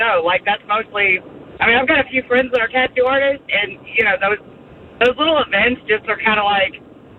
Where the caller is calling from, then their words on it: Radcliff, Kentucky, United States; Radcliffe, Kentucky.